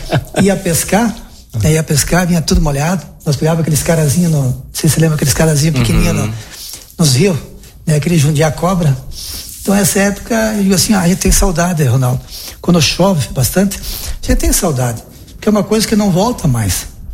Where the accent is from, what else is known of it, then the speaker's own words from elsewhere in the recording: Marau, Rio Grande do Sul, Brazil; also born or lived in Chapecó; nasci em Marau, fiquei em Marau, depois nós fomos morar em Chapecó. Nós moramos um tempo em Chapecó, acho uns 2, 3 anos, depois retornamos para Marau, e daí não saí mais em Marau.